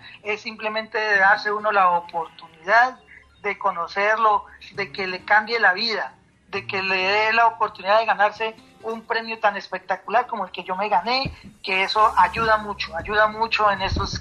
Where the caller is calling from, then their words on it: Ibagué, Tolima, Colombia; Le estoy llamando de Ibagué, Tolima.